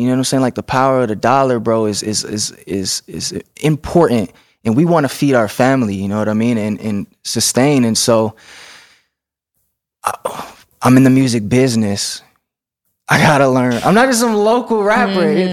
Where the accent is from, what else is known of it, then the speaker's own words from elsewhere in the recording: Midwest, United States; I'm from the Midwest.